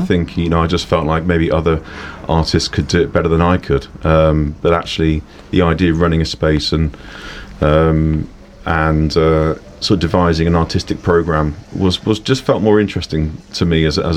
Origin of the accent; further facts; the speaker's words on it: High Wycombe, South East England, United Kingdom; also born or lived in Glasgow; I'm from High Wycombe, so in Buckinghamshire.